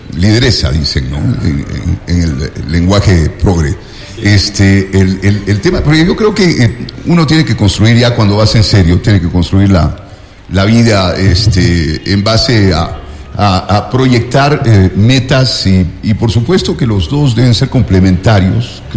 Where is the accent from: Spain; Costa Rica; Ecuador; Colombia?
Ecuador; Yo soy el único ecuatoriano de la banda.